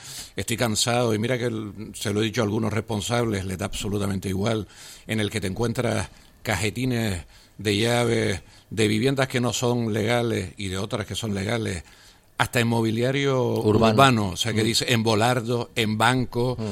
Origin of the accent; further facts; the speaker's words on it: Las Palmas de Gran Canaria, Canary Islands, Spain; yo soy de barrio, soy de Escaleritas y orgulloso de pertenecer a mi entorno.